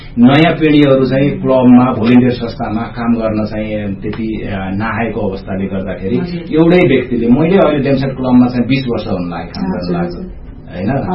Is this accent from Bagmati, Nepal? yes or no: no; Pokhara, Gandaki Province, Nepal; born there; मेरो जन्म त मासबारमा भएको